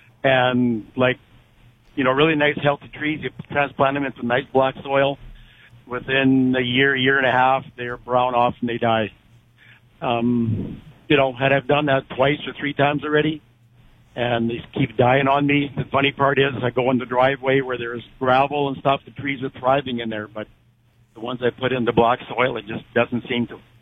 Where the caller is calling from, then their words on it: Melfort, Saskatchewan, Canada; Hey, I'm calling from Melford, but I do have a property at Candle Lake